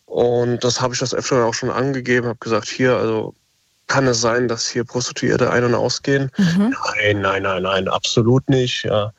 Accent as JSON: {"language": "German", "town": "Wiesbaden", "region": "Hesse", "country": "Germany", "said": "Zweite Geschichte natürlich, ich komme aus Wiesbaden, Wilhelmstraße."}